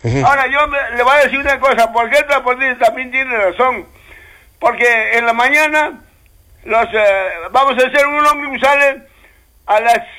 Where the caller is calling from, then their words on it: Socabaya, Arequipa, Peru; para acá, yo le hablo de Socaba ya